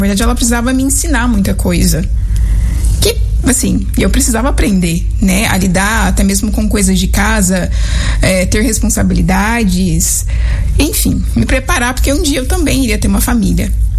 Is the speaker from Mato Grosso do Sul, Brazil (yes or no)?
yes; Paranaíba, Mato Grosso do Sul, Brazil; Eu sou natural de Paranaíba, no Mato Grosso do Sul. Uma terra muito boa, nós somos muito acolhedores.